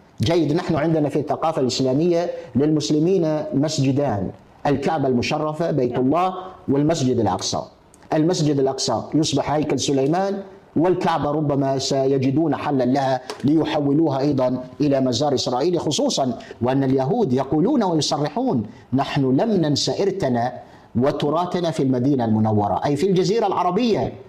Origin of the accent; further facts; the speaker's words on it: Algeria; عندنا في الجزائر حسيبة بن بوعلي وفاطمة سومر